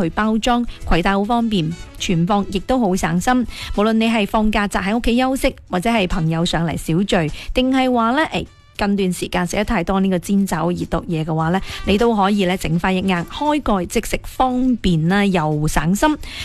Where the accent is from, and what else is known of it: Guangdong, China